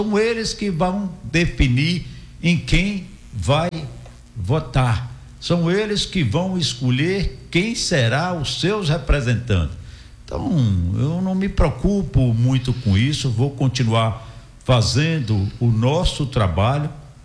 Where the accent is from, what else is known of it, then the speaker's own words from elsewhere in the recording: Guanambi, Bahia, Brazil; o povo da minha terra